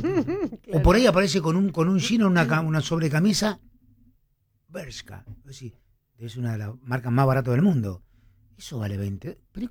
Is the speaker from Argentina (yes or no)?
yes; Argentina